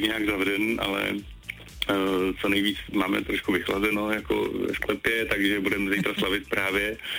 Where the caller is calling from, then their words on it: Plzeň, Plzeň Region, Czechia; Já jsem z Plzně.